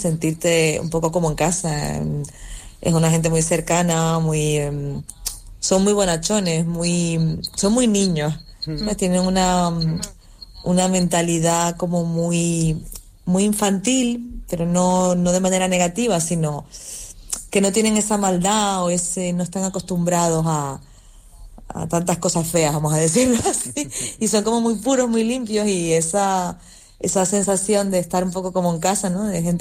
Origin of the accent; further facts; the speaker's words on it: Santa Cruz, Canary Islands, Spain; moved away as an adult; now in Gili Air, Indonesia; yo soy de Santa Cruz y tú sabes que las cuestas no son muy amigas del tema